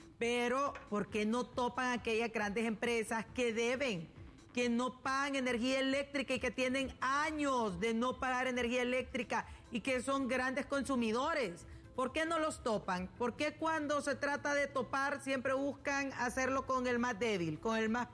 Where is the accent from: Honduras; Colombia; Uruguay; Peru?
Honduras